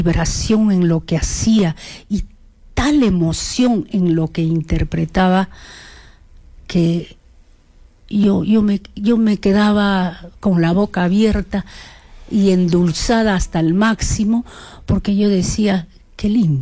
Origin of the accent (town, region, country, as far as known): Arequipa, Peru